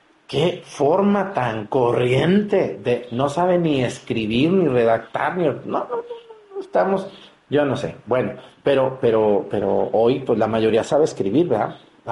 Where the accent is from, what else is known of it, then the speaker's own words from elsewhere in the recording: Mexticacán, Jalisco, Mexico; moved away; Como en mi pueblo, en Mexicacán